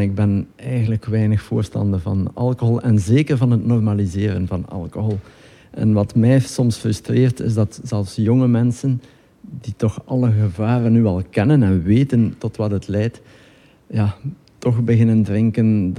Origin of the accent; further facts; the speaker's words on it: Flanders, Belgium; born there; West-Vlaming, wel, geboren in Oost-Vlaanderen, gewoond in West-Vlaanderen.